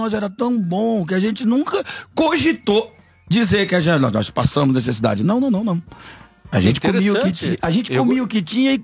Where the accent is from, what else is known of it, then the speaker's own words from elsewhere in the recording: Goiás, Brazil; also born or lived in Brasília; Nasci em Brasília, fui criado no Goiás.